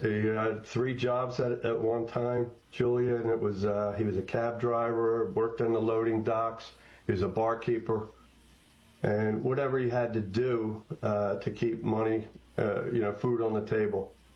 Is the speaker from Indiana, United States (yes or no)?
no; Quakertown, Pennsylvania, United States; I'm from Quakertown. I'm one of 12, and I am number three in the pecking order.